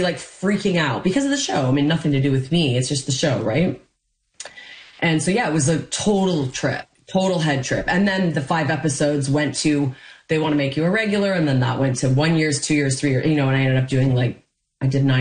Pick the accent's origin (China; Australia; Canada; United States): Canada; because of my childhood and the way I was raised and being Canadian